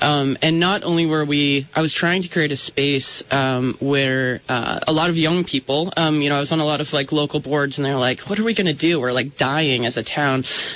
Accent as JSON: {"language": "English", "country": "United States", "tie": "born or raised there", "said": "So I grew up in the Upper Valley and went to school on Vermont State College system. I went to grad school in Seattle, moved back."}